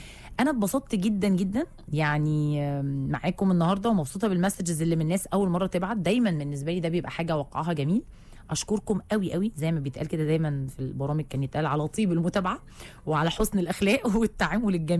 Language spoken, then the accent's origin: Arabic; Egypt; على اعتبار ان احنا كمصريين وكعرب واعتقد الانسانيه اجمع